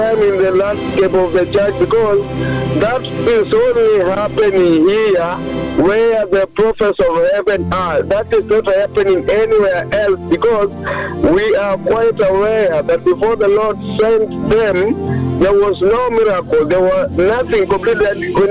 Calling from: East Pokot, Baringo County, Kenya; I'm calling from East Pokot

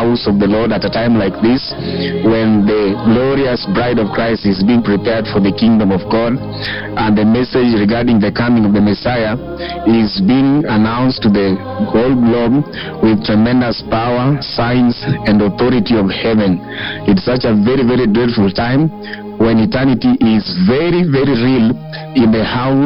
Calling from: Kisumu, Kisumu County, Kenya; I'm calling from Kisumu Oasis.

